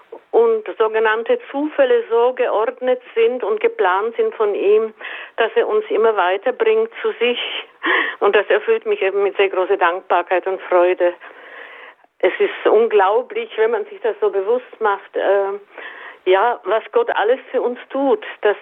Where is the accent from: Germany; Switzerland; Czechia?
Czechia; German is a second language; ich komme aus Tschechien und habe mit 15 den Glauben verloren, als ich über die Konzentrationslager gelesen hatte, und war dann sehr lange ohne Glauben, bis ich dann eine große Begegnung hatte in Deutschland